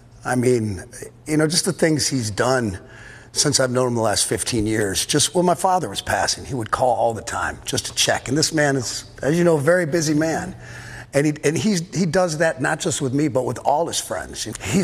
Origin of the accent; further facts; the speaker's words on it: Dearborn, Michigan, United States; born there; Well, number one, I was born in Dearborn, Michigan.